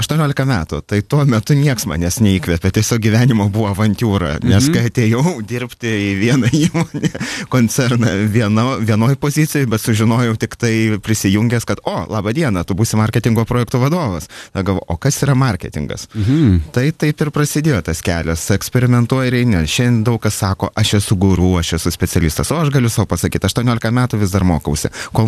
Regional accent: Vilnius, Vilnius County, Lithuania; moved away as an adult; now in Portugal; aš esu vilnietis

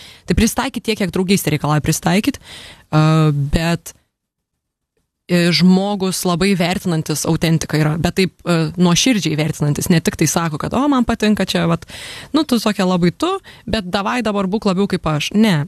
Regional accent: Kuršėnai, Šiauliai County, Lithuania; moved away as an adult; also born or lived in London; išvažiavau vėliau aš iš Šiaulius mokytis į gimnaziją, pasibaigti, nes man kuršienai atsit per mažą jau, tai aš išvažiavau gimnaziją, baigiau Šiauliuose ir variau ten į Londoną, išsikrausčiau

